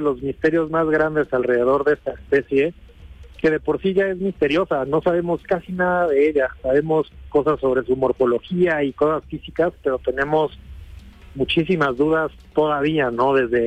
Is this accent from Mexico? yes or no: yes; Mexico; aquí en México, pues es algo que como mexicanos nos corresponde, ¿no?